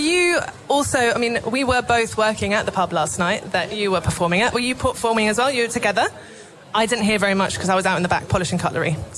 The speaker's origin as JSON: {"language": "English", "area": "Kent", "region": "South East England", "country": "United Kingdom", "also_born_or_lived": "Brighton", "moved": "yes", "lives_now": "Australia"}